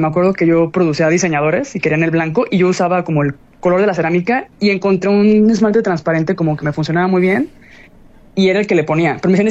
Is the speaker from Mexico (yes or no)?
yes; Mexico; Y para mí, como mexicana, o sea, sí fue un choque.